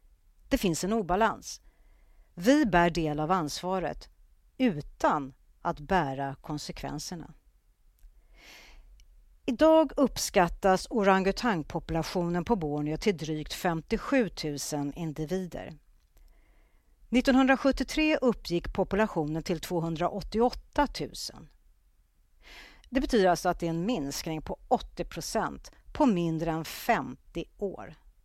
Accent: Sweden; Jag har fått reaktioner hemma i Sverige men även i Indonesien när jag berättar om volontärarbetet.

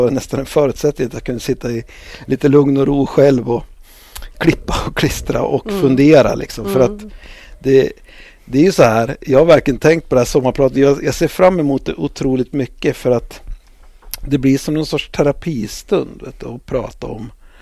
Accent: Mörsil, Jämtland County, Sweden; Och sen så tänkte jag prata lite grann om Mörsil, där jag växte upp, vad det innebär för mig.

